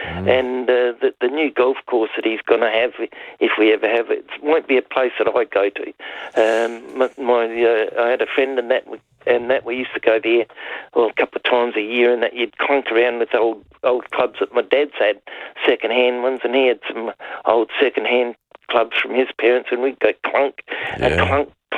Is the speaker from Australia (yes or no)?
yes; Adelaide, South Australia, Australia; I grew up down near Glenelg. I don't know whether you know Adelaide.